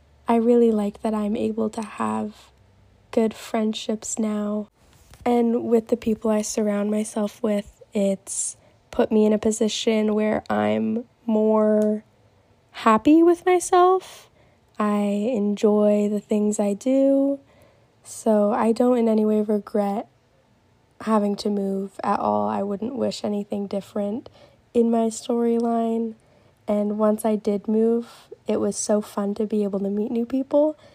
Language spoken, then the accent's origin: English; Maple Ridge, British Columbia, Canada; As before, when I grew up in Maple Ridge, they were mostly all my childhood friends.